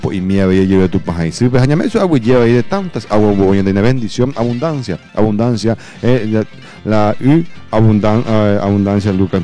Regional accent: Paraguay

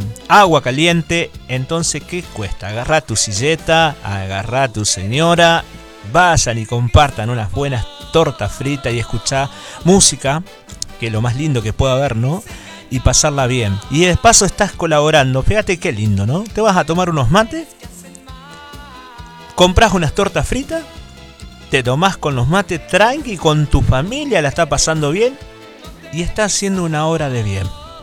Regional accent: Reconquista, Santa Fe, Argentina

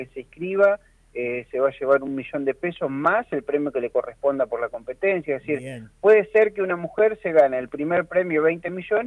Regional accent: San Clemente del Tuyú, Buenos Aires Province, Argentina; hacer algo como sanclementinos

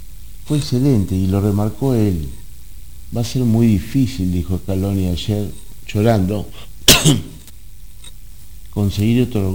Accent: Argentina; necesitamos encontrarnos, los argentinos.

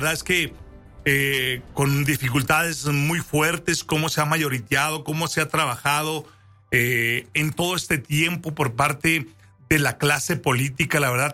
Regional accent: Mexico; es necesario que todos como mexicanos entendamos cómo están pasando todas estas cosas

